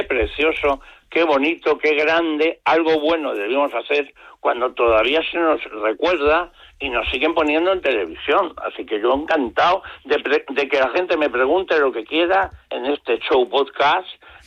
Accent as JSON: {"language": "Spanish", "town": "Brazatortas", "region": "Castilla-La Mancha", "country": "Spain", "tie": "born or raised there", "said": "en Ciudad Real, pues yo soy de Ciudad Real, ¿sí?, de un pueblecito que se llama Brasatortas."}